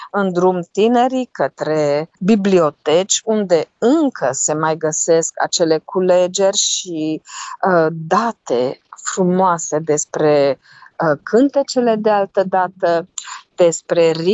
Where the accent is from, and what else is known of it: Romania